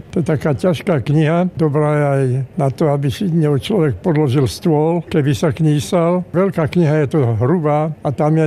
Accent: Senica, Trnava Region, Slovakia; also born or lived in Žilina / Púchov; Ja som prežil detstvo v rozličných mestách. Narodil som sa v Žiline, ale do Žiliny som sa prišiel narodiť z Púchova. V Púchove som žil, potom sa presťahovali do Senice.

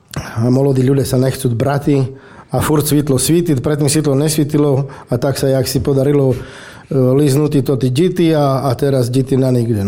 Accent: Pača, Košice Region, Slovakia

